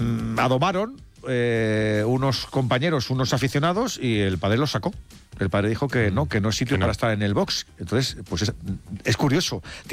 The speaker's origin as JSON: {"language": "Spanish", "region": "Asturias", "country": "Spain", "said": "como asturiano, que Fernando Alonso cuando despuntó no le gustaba."}